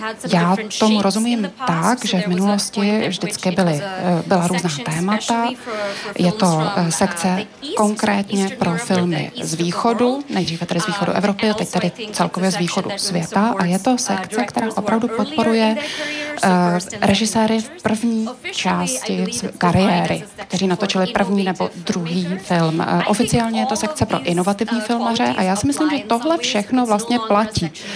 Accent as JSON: {"language": "Czech", "country": "India", "said": "Já jsem z Indie"}